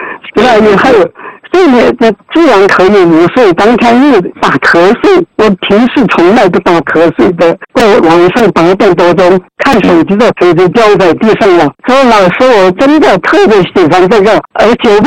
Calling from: Suining, Sichuan, China; 我是来自四川肃宁的一位学员。

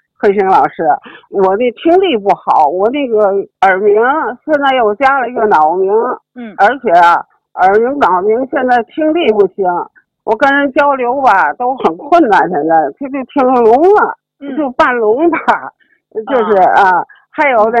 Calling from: Tianjin, China; 我是天津的

